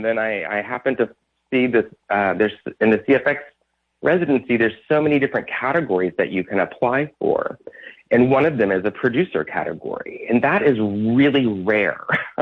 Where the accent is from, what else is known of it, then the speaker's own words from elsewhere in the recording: Arkansas, United States; Growing up in Central Arkansas, of course, going back and forth to visit friends.